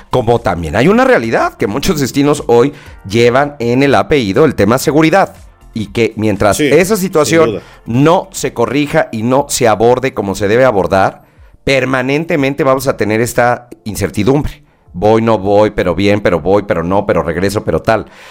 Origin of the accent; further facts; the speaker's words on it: Mexico; nuestra responsabilidad como mexicanos